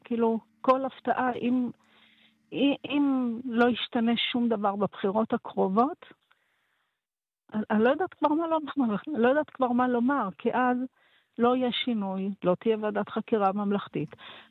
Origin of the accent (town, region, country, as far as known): Southern District, Israel